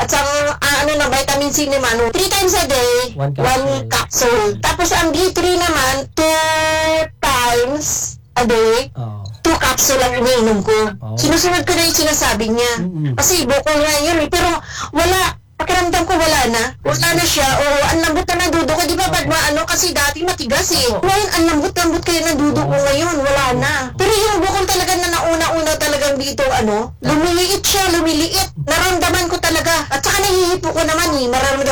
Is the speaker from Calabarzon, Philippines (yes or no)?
yes; Bacoor, Calabarzon, Philippines; now in Hong Kong; taga Molino Bacoa ako. Tapos, nandito ko ngayon sa Hong Kong.